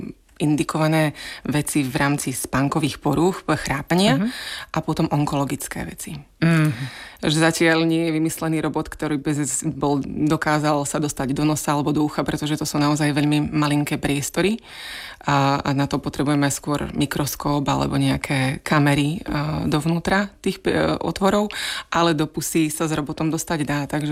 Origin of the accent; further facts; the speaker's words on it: Humenné, Prešov Region, Slovakia; born there; moved away as an adult; now in Czech Republic; Narodila som sa v Humennom, to je na východnom Slovensku, takže je to ďaleko odtiaľto, ale študovala som v Olomouci univerzitu, tam som spoznala svojho manžela a tak sme už zostali tu v Českej republike